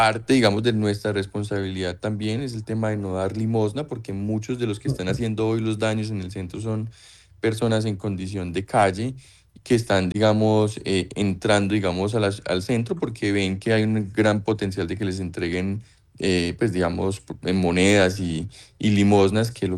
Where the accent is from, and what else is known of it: Colombia